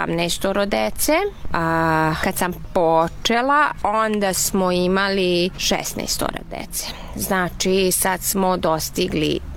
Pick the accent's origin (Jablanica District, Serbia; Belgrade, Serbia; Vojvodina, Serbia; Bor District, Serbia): Vojvodina, Serbia; first language Hungarian; Serbian is a second language; now in Hungary; Ja sam Mađarica iz Vojvodine. Moj maternji jezik je mađarski, ali govorim srpski jezik kao tamo kod nas jezik sredine.